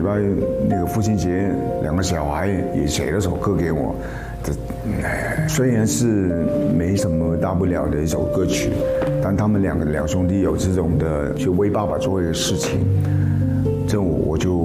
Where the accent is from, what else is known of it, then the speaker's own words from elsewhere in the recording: Guangdong, China; 但那个就是我们广东人父与子的一种连接吧。